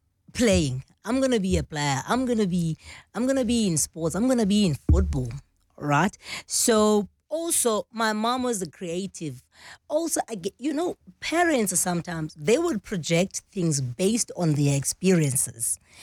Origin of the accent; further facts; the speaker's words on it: Eastern Cape, South Africa; But obviously I'm coming from the Eastern Cape. It was not that easy.